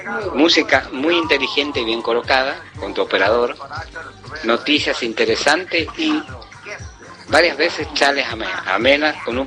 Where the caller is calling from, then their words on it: Villa Mercedes, San Luis, Argentina; De acá de Villa Mercedes